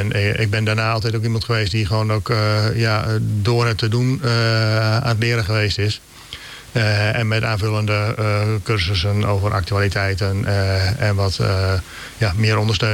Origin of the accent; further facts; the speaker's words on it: Appingedam, Groningen, Netherlands; also born or lived in Delfzijl; Ik ben geboren in het ziekenhuis in Delfzijl, wat daar toen nog stond. Daarna gelijk naar Appingedam, waar het huis van mijn ouders stond en staat. Die wonen daar nog steeds. Daar opgegroeid. Ook min of meer buitengebied van Appingedam.